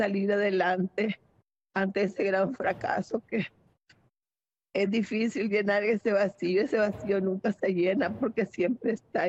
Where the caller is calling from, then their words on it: Masaya, Nicaragua; de Nicaragua, Masaya.